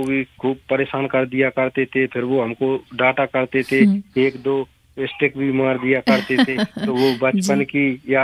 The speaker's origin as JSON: {"language": "Hindi", "region": "Madhya Pradesh", "country": "India", "tie": "born or raised there", "lives_now": "Isagarh, India", "said": "पहले हम गाँव पे पढ़ते थे, मेरा गाँव हमारे ईसागढ़ से 2-3 किलोमीटर दूर है कोरवास"}